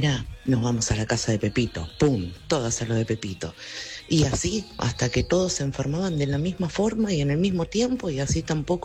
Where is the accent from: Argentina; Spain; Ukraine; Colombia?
Argentina; San Isidro, Buenos Aires Province